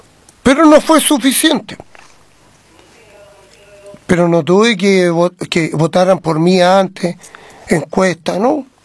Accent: Colbún, Maule, Chile; yo soy chileno, ciudadano, colbunense

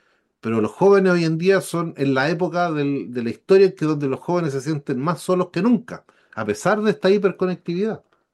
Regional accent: Chile; como decimos en Chile

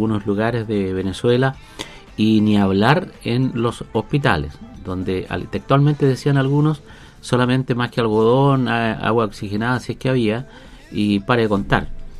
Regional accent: Chile; now in Fresia, Chile; que demostremos como chilenos

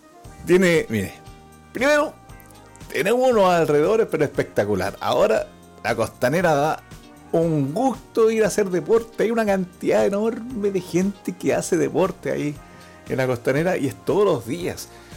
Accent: Chile; somos buenos chilenos

